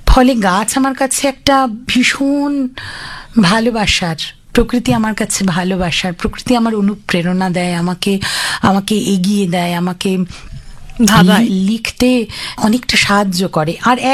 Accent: Madhyamgram, West Bengal, India; সেটি মধ্যম গ্রাম। যদিও এখনো গ্রাম শব্দটিকে আমরা বহন করছি, কিন্তু মধ্যম গ্রাম আর এখন গ্রাম নেই, একেবারে শহর হয়ে গেছে। কিন্তু আমার যখন ছোটবেলা ছিল না, তখন একদম অন্যরকম ছিল, প্রচুর গাছগাছালি ছিল, ছিল অনেকগুলো বাগান বাড়ি, ছিল ধুধু মাঠ, দিগন্ত বিস্তৃত সবুজ ঘাসে ভরা মাঠ।

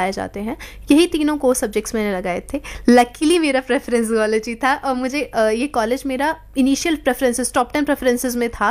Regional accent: Mathura, Uttar Pradesh, India; moved away as an adult; now in Delhi, India; मैं मथुरा से हेल करती हूँ

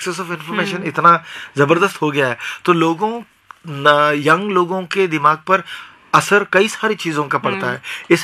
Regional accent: Maharashtra, India; मैं खास करके महाराष्ट्र में बड़ा हुआ पला हुआ

